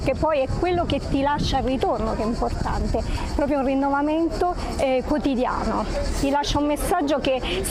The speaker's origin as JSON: {"language": "Italian", "region": "Abruzzo", "country": "Italy", "said": "vengo dall'Abruzzo, precisamente dalla provincia di Chieti"}